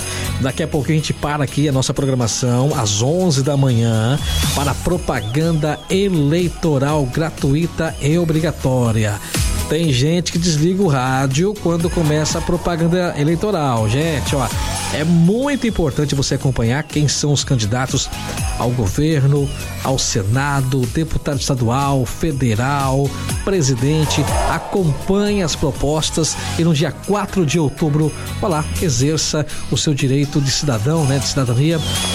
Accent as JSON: {"language": "Portuguese", "country": "Brazil", "said": "Você é brasileiro, rapaz, nós somos brasileiros"}